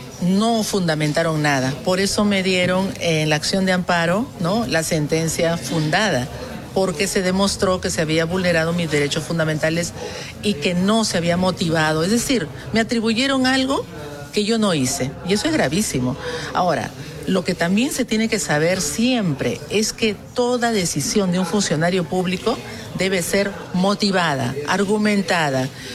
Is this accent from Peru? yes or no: yes; Peru; Pero por supuesto, soy peruana.